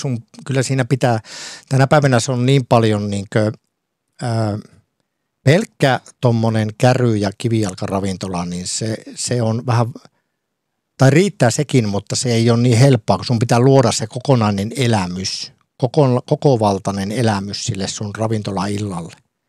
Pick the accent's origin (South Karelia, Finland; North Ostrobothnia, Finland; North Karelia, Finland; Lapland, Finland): Lapland, Finland; ei meillä Lapissa ole kourallinen hyviä ravintoloita